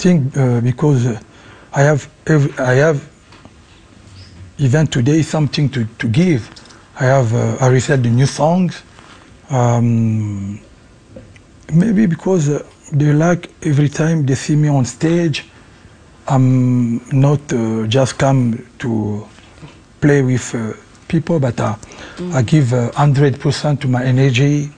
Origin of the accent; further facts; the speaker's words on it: Kinshasa, DR Congo; first language Lingala; English is a second language; moved away as an adult; also born or lived in Paris; I grew up in Kinshasa, and I go to the Paris when I was used to be a little bit, you know, like 19, 20. So I have both culture, you know, Congolese culture